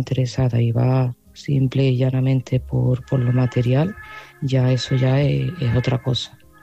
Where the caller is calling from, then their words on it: Seville, Andalusia, Spain; de Sevilla y este mensaje va para Lara.